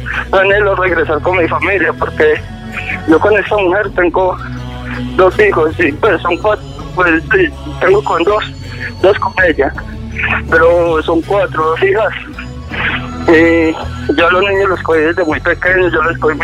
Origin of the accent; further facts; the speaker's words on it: Medellín, Antioquia, Colombia; Bueno, yo primero que todo, yo soy de Medellín.